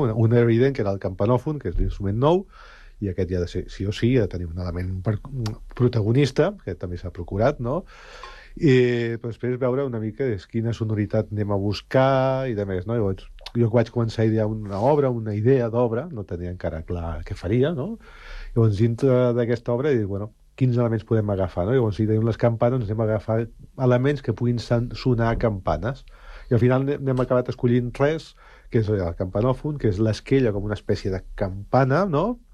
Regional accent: Sant Cugat del Vallès, Catalonia, Spain; born or raised there

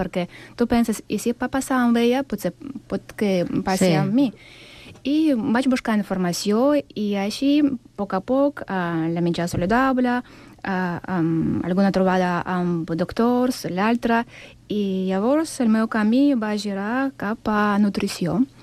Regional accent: Sant Cugat del Vallès, Catalonia, Spain; Soc de Sant Cugat, però a cada setmana vaig a Vilafranca de Penedès perquè els senseis són meravellosos.

